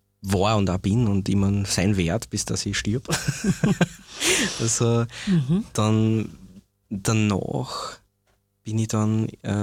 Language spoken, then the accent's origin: German; Gmunden, Upper Austria, Austria; moved away as an adult; also born or lived in New York; Bin dann aber zurückgekommen in das oberösterreichische Land. Bin aus dem Salzkammergut eigentlich und dort auch aufgewachsen.